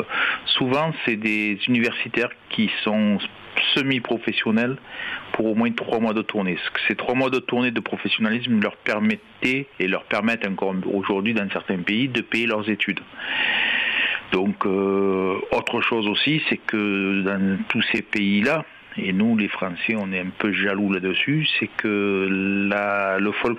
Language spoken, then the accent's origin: French; France; Alors que chez nous en France, on a des qualités de groupe.